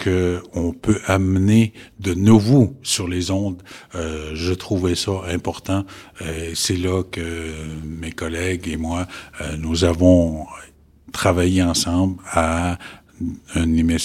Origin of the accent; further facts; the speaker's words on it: Uashat mak Mani-utenam, Quebec, Canada; moved away as an adult; now in Matimekosh, Canada; Je suis originaire de Washat Makmaliotenam. Oui, je viens d'ici et j'ai déménagé à Matimekosh récemment, oui.